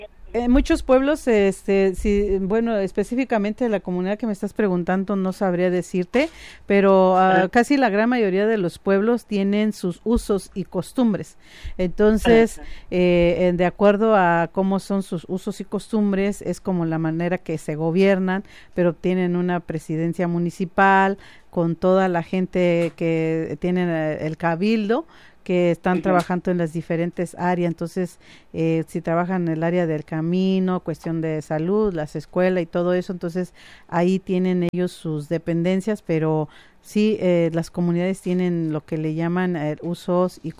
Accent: San Juan Mixtepec, Oaxaca, Mexico; moved away; de allá del meritito del pueblo donde bajan las nubes, San Juan Mixtepec

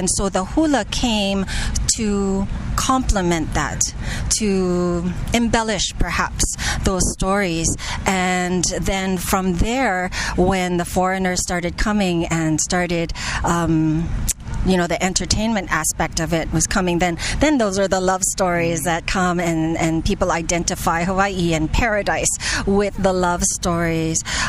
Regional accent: Toronto, Ontario, Canada; also born or lived in Philippines; even though I'm born in the Philippines, I grew up in Toronto

